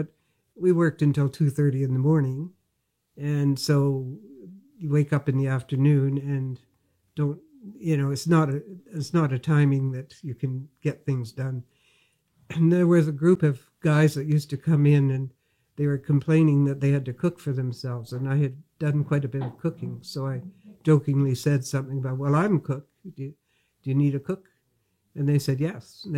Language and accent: English; Quesnel, British Columbia, Canada; moved away as an adult; And I lived in Quesnel. I grew up in Quesnel, okay, which is not that far from Dawson Creek.